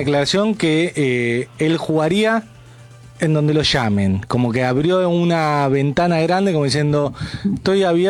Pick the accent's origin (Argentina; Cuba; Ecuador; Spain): Argentina